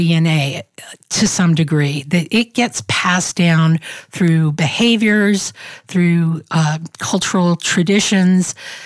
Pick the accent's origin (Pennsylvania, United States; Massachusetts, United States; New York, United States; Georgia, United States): Georgia, United States; moved away; I'm from the South. I'm from Georgia.